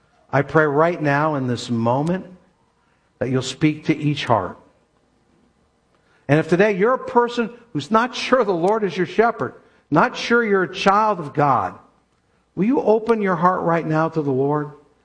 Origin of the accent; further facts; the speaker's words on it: United States; born there; I was born in America